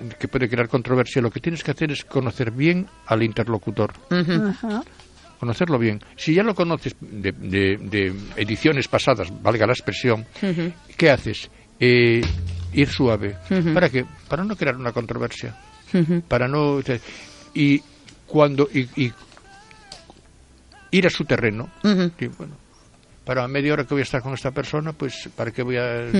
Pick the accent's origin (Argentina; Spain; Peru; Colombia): Spain; Porque soy español.